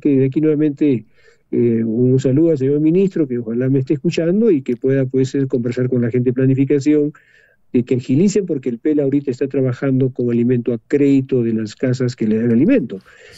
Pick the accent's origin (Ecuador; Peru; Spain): Peru; El tema es que como peruanos y autoridades busquemos las mejores salidas